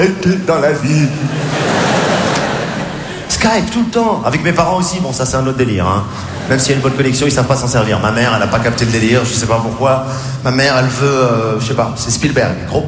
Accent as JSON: {"language": "French", "country": "Morocco", "tie": "born there", "said": "Je suis né au Maroc. Ce qui est bien quand t'es marocain"}